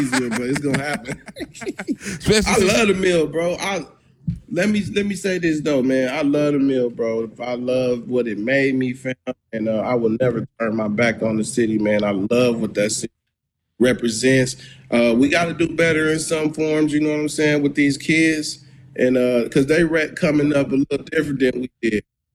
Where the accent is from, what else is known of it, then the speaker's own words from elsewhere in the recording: Milwaukee, Wisconsin, United States; I'm from Milwaukee.